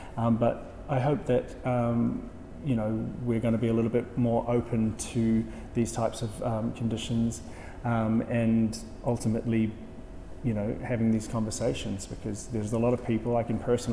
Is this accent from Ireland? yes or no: no; Philippines